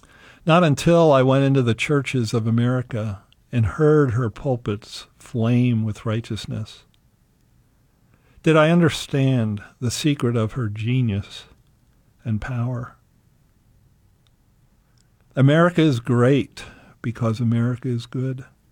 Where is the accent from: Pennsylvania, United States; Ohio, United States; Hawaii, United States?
Pennsylvania, United States; Bucks County; And I grew up in Bucks County, and Bucks County is lower part of Bucks County is where Washington's Crossing is in the Delaware.